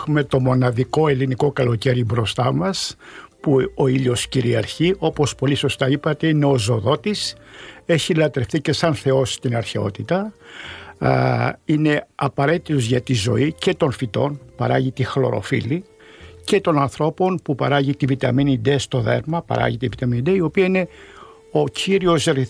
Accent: Piraeus, Attica, Greece; Είναι ιδιαίτερη χαρά για μένα, γιατί ξέρετε πόσο αγαπώ το σταθμό και πόσο αγαπώ τον Πειραιά. Είμαι Πειραιώτης γέννημα θρέμα.

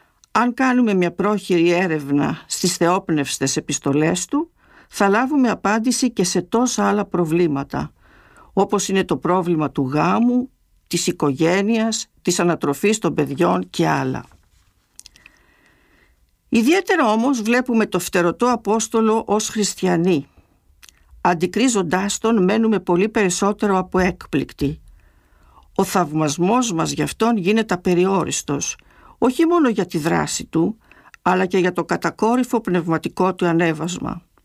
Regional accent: Greece; Αν θελήσουμε να τον αντικρίσουμε ως Έλληνες, μπορούμε να πούμε ότι του χρωστάμε σχεδόν το παν.

